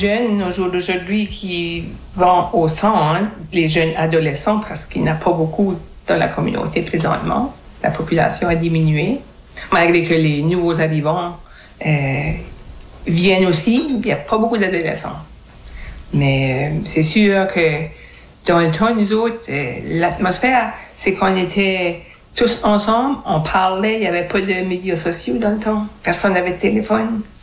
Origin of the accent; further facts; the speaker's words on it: Acadieville, New Brunswick, Canada; born there; j'ai 62 ans, je vis à Acadieville.